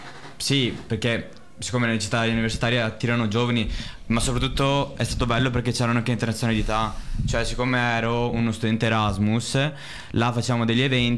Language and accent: Italian; Resana, Veneto, Italy; sono figlio di Simone, vengo da Resana